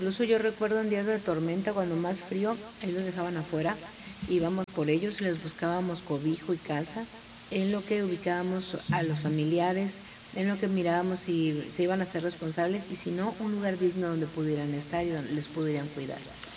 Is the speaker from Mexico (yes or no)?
yes; Mexico; Esta soberanía que la tenemos en la sangre, Oscar, que está en nuestra ADN como mexicanos